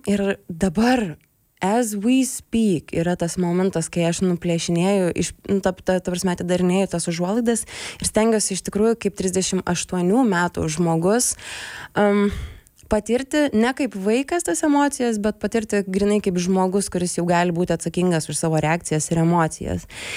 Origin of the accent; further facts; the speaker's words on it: Jonava, Kaunas County, Lithuania; aš šiaip tai užaugau Jonavoj, didžiąją savo laiko dalį praleidau su mama.